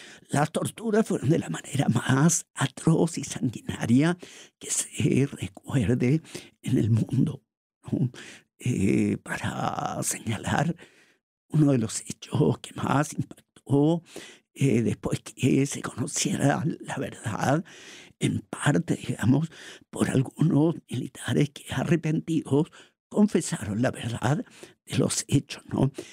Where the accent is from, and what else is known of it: Chile; now in Klagenfurt, Austria